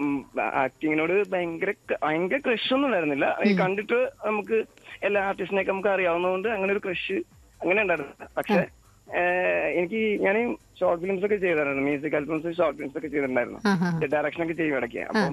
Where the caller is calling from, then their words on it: Vayalar, Kerala, India; ഞാൻ വയലാർ നീലിമംഗലത്തിൽ നിന്നാണ്.